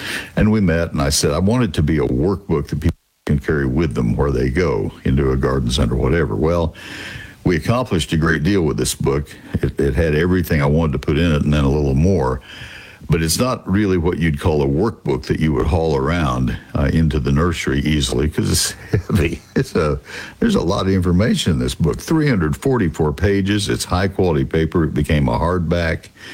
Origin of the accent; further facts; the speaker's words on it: Texas, United States